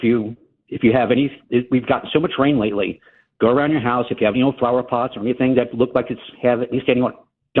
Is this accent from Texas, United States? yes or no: yes; San Antonio, Texas, United States; now in Hyde Park, Chicago, United States; I was raised in San Antonio, Texas